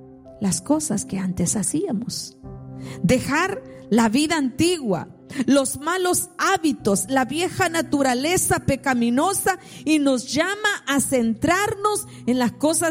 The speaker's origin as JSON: {"language": "Spanish", "country": "El Salvador", "said": "Yo soy así, las del Salvador somos así."}